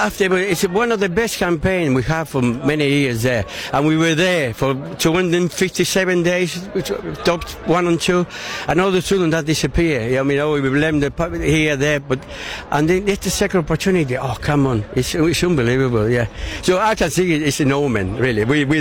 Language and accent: English; Billingham, North East England, United Kingdom; I'm from Billingham.